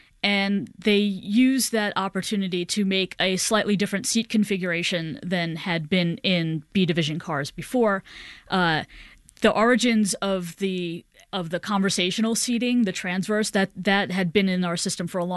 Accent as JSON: {"language": "English", "region": "New York", "country": "United States", "said": "But I mean, again, you know, as a New Yorker, don't you feel trapped in many situations?"}